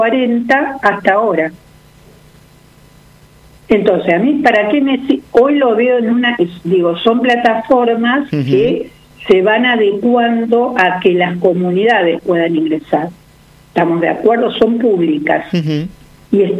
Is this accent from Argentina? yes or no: yes; Santa Fe, Argentina; soy santafesina